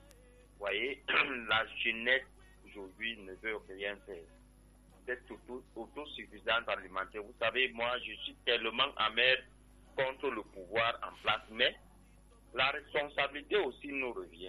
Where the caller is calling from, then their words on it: Cameroon; Moi, je suis plus jeune. Vous savez, je suis Bata, excusez-moi de le dire. Je suis en Balmayo, je fais le maïs à Fumbot.